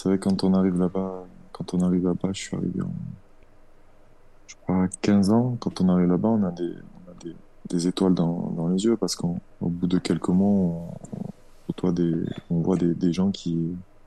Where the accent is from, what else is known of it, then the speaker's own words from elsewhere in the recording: Le Malzieu-Ville, Occitanie, France; chez nous, au Malzieu-Ville